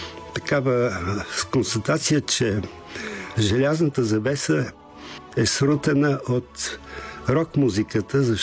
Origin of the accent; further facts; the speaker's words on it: Sofia, Sofia City, Bulgaria; аз съм израснал в центъра на София.